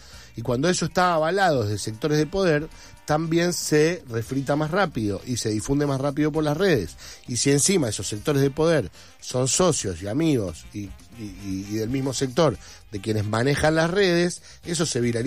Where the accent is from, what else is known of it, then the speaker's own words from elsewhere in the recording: Argentina; somos argentinos